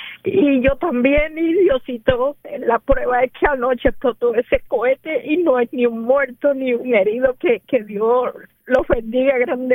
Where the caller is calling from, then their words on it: Hialeah, Florida, United States; Yo trabajo en Hialeah, vivo en Hialeah y trabajo en Hollywood.